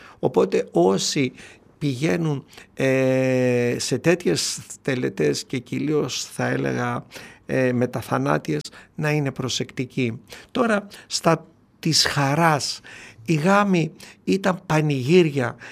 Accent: Doirani, Central Macedonia, Greece; εκεί στο χωριό μου το ακριτικό, το ιστορικό, την Δοϊράνη

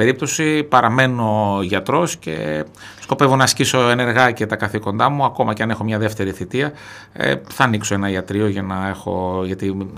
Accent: Thessaloniki, Central Macedonia, Greece; also born or lived in Kilkis; ως ένας άνθρωπος που έχω μεγαλώσει στη Θεσσαλονίκη, έχω ζήσει στο Ελευθέριο Κορδελιό, έχω τελειώσει εκεί το σχολείο

